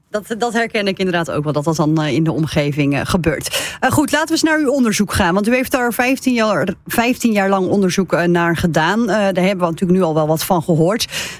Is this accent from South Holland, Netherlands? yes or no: no; Zeeland, Netherlands